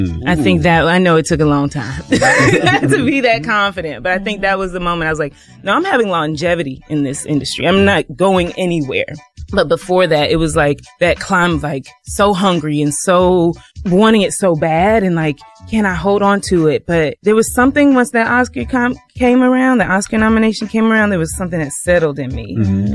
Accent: South Carolina, United States; she looked in the playbill and saw that I was from South Carolina and that I went to, she just did some research and found out I went to this governor's school in high school, right?

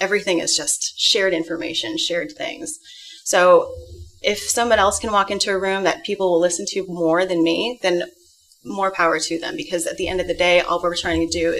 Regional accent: Philippines; And, you know, and I'm not, I'm Filipino, so mm-hmm.

